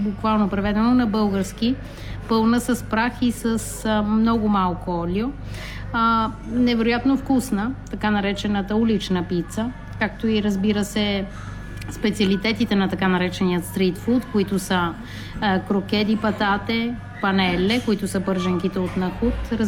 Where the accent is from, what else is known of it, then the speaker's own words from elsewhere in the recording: Sofia, Sofia City, Bulgaria; now in Palermo, Italy; Аз, както казва съпругът ми, вече съм почти половин палермитанка. Тима, че съм от София.